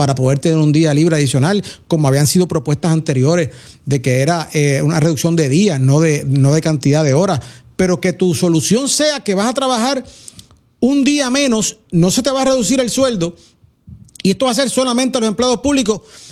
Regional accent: Puerto Rico; E incluso nosotros mismos no nos vemos como que fuésemos parte, y por eso hablamos de que somos migrantes

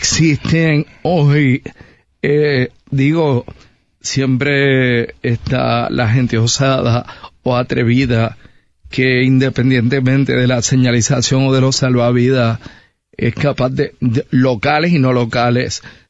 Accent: San Juan, Puerto Rico; yo soy de Santurce, yo he vivido toda mi vida frente a esa costa

